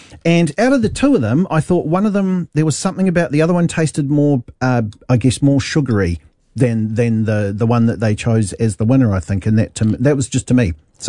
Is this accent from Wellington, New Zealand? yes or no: no; Hastings, Hawke's Bay, New Zealand; where I grew up in Hastings